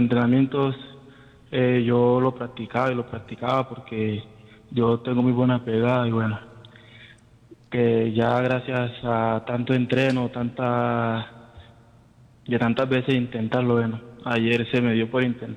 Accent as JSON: {"language": "Spanish", "town": "Apartadó", "region": "Antioquia", "country": "Colombia", "said": "Yo soy de Apartado, Antioquia."}